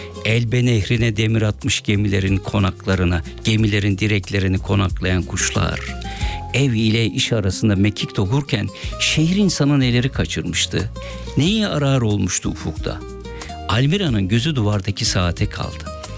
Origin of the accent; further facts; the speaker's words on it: Aegean Region, Turkey; İşte Ege'ye götürdüm çünkü ben de Ege'liyim.